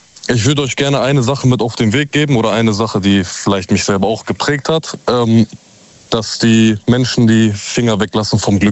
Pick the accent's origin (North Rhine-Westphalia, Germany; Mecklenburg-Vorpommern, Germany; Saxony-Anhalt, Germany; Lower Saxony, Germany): North Rhine-Westphalia, Germany; Recklinghausen; born there; Ich komme gebürtig aus Recklinghausen.